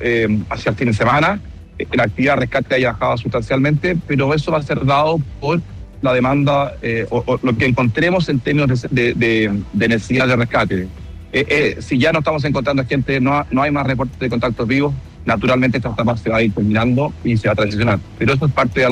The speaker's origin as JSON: {"language": "Spanish", "country": "Chile", "said": "Como chilenos lo hemos vivido tantas veces"}